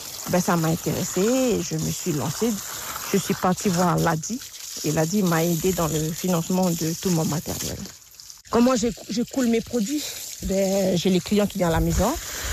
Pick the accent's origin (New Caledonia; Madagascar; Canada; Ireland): New Caledonia; Kouaoua, North Province; je suis originaire de la commune de Kwawa. J'habite dans la tribu de Ko.